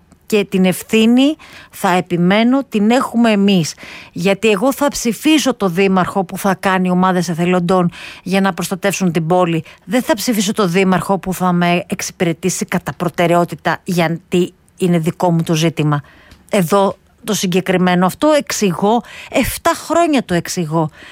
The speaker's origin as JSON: {"language": "Greek", "town": "Chaidari", "region": "Attica", "country": "Greece", "tie": "born or raised there", "said": "ευτύχησα ως παιδί να μεγαλώσω στο Δήμο του Χαϊδαρίου"}